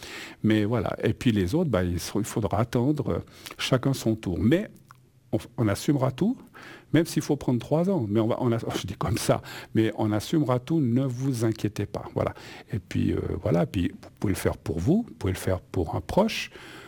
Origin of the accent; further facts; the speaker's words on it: Spain; je suis espagnol, donc vous devez imaginer, catholique